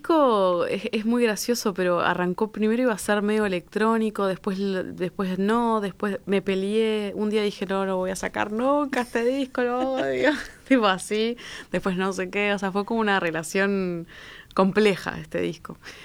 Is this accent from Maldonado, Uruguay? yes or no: yes; Maldonado, Uruguay; yo soy de Maldonado y fui con el liceo